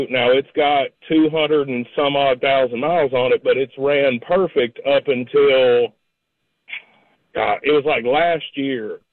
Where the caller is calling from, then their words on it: Lebanon, Tennessee, United States; I'm from the Lebanon area.